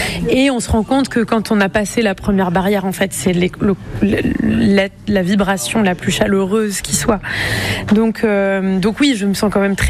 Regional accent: La Londe-les-Maures, Provence-Alpes-Côte d'Azur, France; moved away; also born or lived in Toulon; je suis née à Toulon et j'ai grandi à Lalonde, juste en face, de l'autre côté.

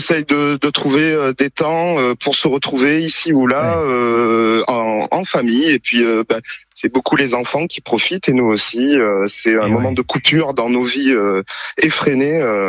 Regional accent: Carpentras, Provence-Alpes-Côte d'Azur, France; Ici, moi, je veux dire, ça fait 48 ans que je suis né à Carpentras, que je vis en Provence et dans le Vaucluse, ouais.

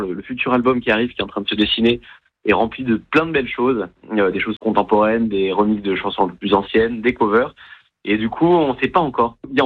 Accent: Aix-en-Provence, Provence-Alpes-Côte d'Azur, France; nous on vient d'Aix-en-Provence, donc c'est pas très loin et en même temps c'est assez différent.

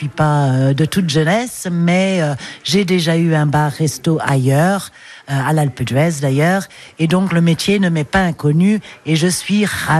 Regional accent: England, United Kingdom; French is a second language; now in Saint-Léger-Vauban, France; À l'origine, je suis anglaise … bien sûr.

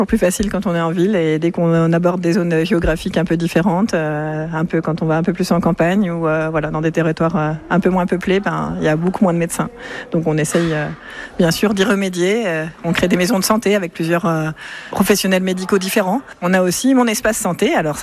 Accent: Grand Est, France; Pas du tout, je suis de Lorraine à la base.

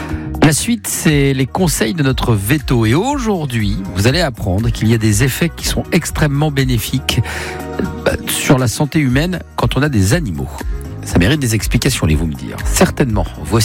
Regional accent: France; now in Rio de Janeiro, Brazil; un peu comme chez nous en France

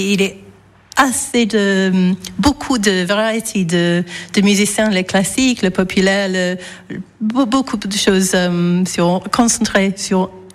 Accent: England, United Kingdom; French is a second language; now in France; Je suis anglaise.

